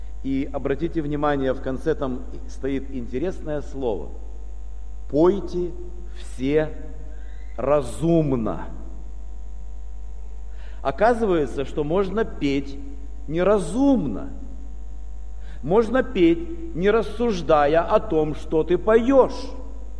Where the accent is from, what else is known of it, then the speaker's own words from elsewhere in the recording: Kyiv, Ukraine; Я приехал к вам из Украины, из Киева.